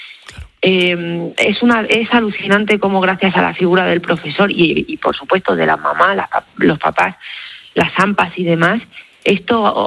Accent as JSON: {"language": "Spanish", "town": "Cáceres", "region": "Extremadura", "country": "Spain", "accent": "Extremaduran", "said": "no sé si lo has notado por mi acento, pero soy extremeña, soy de Cáceres."}